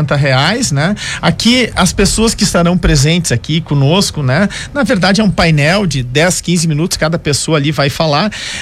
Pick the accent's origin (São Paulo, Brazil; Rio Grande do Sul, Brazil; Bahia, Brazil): Rio Grande do Sul, Brazil; nós somos da Serra Gaúcha, um bom vinho, né? Aqui esse friozinho maravilhoso